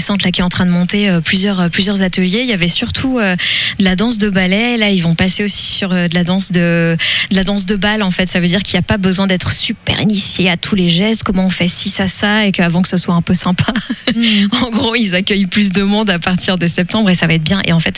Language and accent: French; Brittany, France; je suis française parce que je suis née ici et que je suis immergée dedans. Mais je suis aussi très fière d'être bretonne